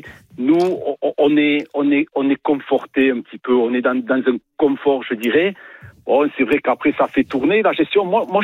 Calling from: Toulouse, Occitanie, France; De Toulouse.

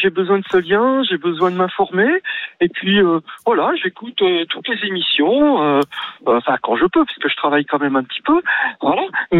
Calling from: Madagascar; je suis à Madagascar.

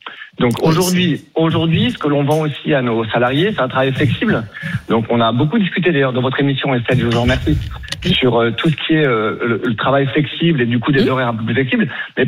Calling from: Paris, Île-de-France, France; moi j'habite à Paris

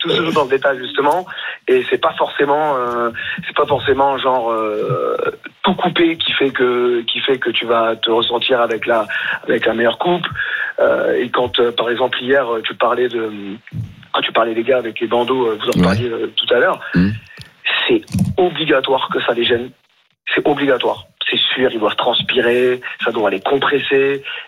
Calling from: Paris, Île-de-France, France; Vu que je suis à Paris

